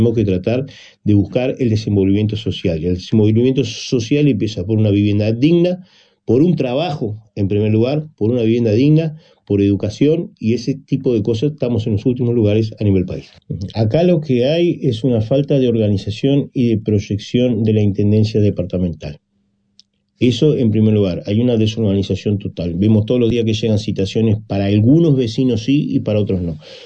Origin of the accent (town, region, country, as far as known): Artigas, Uruguay